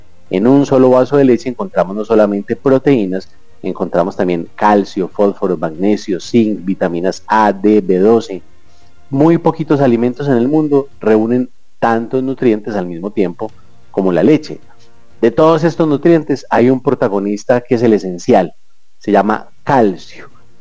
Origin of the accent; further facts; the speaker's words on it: Colombia; en Colombia tomamos en promedio 153 litros de leche cada año